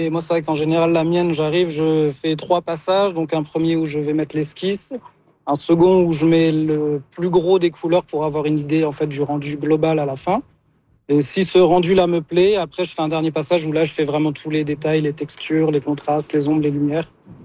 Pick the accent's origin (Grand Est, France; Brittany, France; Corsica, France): Grand Est, France; Nancy; De Nancy, en France.